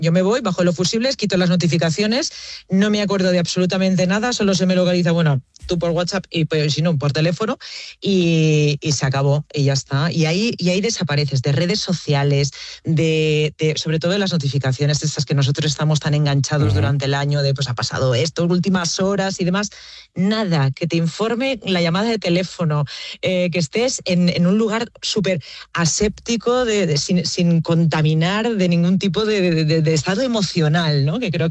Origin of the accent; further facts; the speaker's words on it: La Vall d'Uixó, Valencian Community, Spain; yo soy de Baiduxó, que es un pueblo que está rodeado de montañas y que tiene el mar muy, muy, muy, muy cerquita, en Moncofar, Chilches, Burriana, Nules, ¿no?